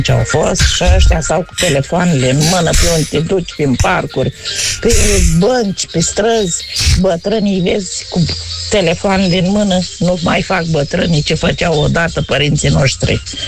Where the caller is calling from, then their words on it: Galați, Galați County, Romania; din Galați.